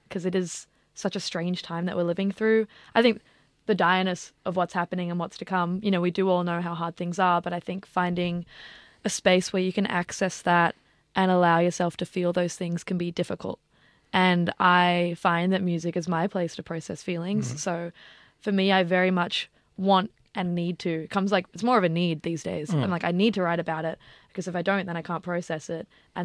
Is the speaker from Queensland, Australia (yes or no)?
no; Sydney, New South Wales, Australia; I was raised in Sydney, right, like on Wongal country, and it was pretty close to the Parramatta River, and I've always felt like, I went to high school, Riverside Girls High School in Gladesville, and that's like right next to the river.